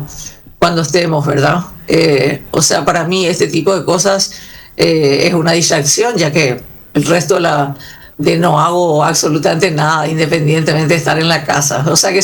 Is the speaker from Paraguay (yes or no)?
yes; Paraguay; now in California, United States; Así somos los paraguayos, muy solidarios